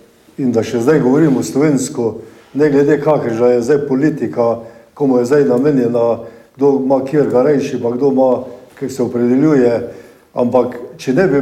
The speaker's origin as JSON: {"language": "Slovenian", "town": "Ljubljana", "region": "Central Slovenia", "country": "Slovenia", "said": "Samo kot Ljubljančani se bomo tudi spomnali"}